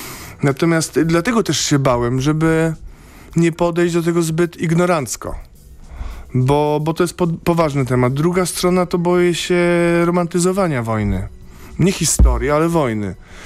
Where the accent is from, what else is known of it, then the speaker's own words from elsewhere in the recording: Lubusz Voivodeship, Poland; Pochodzę z Lubuskiego, z zachodu Polski.